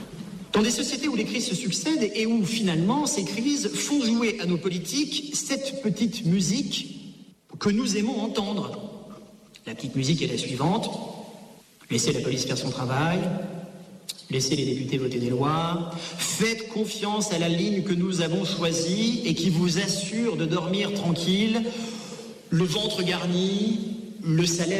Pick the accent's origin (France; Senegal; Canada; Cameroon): France; nous, en tant que Français, intégrés dans l'OTAN avec l'arme atomique